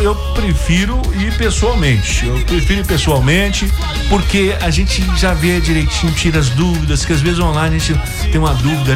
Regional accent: Ponte Nova, Minas Gerais, Brazil; now in Santa Bárbara, Brazil; Quando eu era criança, lá na pequena e pacata cidade de Ponte Nova, e eu moro em Santa Bárbara hoje, mas eu sou de Ponte Nova, sou nascido em Ponte Nova.

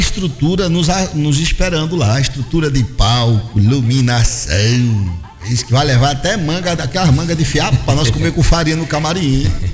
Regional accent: Maranhão, Brazil; lá é minha terra.

